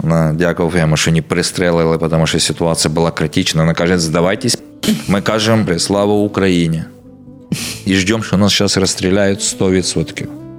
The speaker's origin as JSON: {"language": "Ukrainian", "town": "Odesa", "region": "Odesa Oblast", "country": "Ukraine", "said": "Я одесит."}